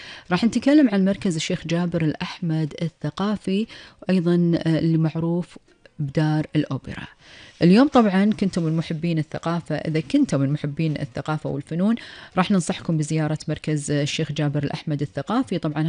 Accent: Kuwait; دائما نتكلم عن أجمل وأرقى وأفضل وأسمى المعالم السياحية في ديرتنا الحبيبة الكويت.

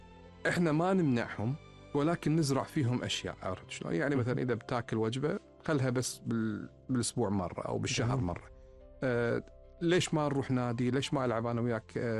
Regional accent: Kuwait; قلت له من الكويت.

